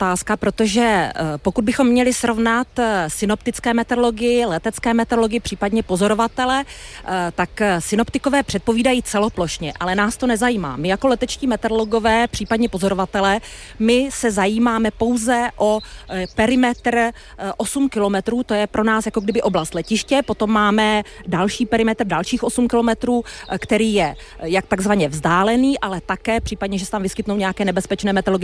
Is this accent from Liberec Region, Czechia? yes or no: no; Holešov, Zlín Region, Czechia; pocházím z plachtařské rodiny a strávila jsem své dětství na letišti v Holešově